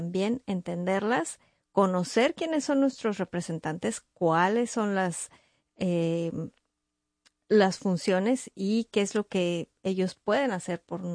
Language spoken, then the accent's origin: Spanish; Mexico; now in New York, United States; yo hablo de México porque es pues donde yo vengo